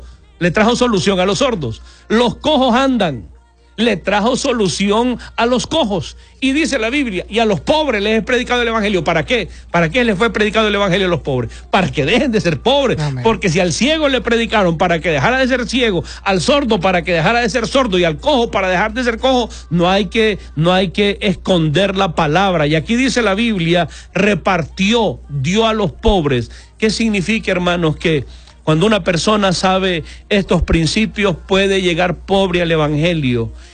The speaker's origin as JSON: {"language": "Spanish", "town": "Catacamas", "region": "Olancho", "country": "Honduras", "tie": "born or raised there", "said": "yo no soy del campo, pero tuve mucho contacto con el campo. Yo soy de Olancho, pero vivo en la ciudad de Catacama. Ahí nací, mejor dicho, ahí me crié. Pero mi padre tenía su propiedad, entonces tengo mucho contacto con el campo."}